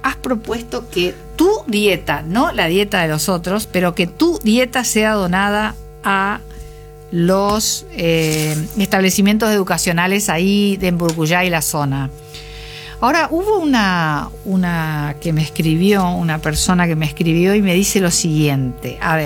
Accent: Avellaneda, Santa Fe, Argentina; Inclusive yo soy orgullosa de Avellaneda, Santa Fe, porque ahí está Dolby, por ejemplo, ¿no?

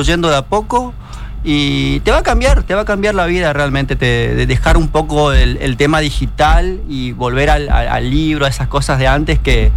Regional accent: Pinedo, Chaco, Argentina; born there; now in Resistencia, Argentina; Yo soy chaqueño, obviamente, nací en Pinedo.

